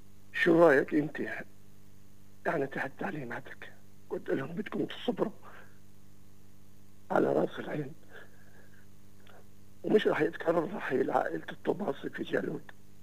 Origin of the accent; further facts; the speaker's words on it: Palestine; احنا كفلسطينيين